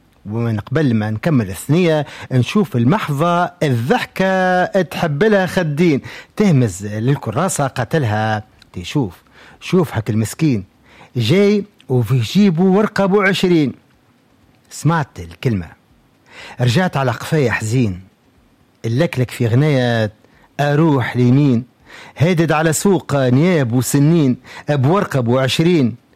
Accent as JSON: {"language": "Arabic", "country": "Tunisia", "said": "احنا ولاد تونس ونقعد ديما نحبوا بلادنا إن شاء الله"}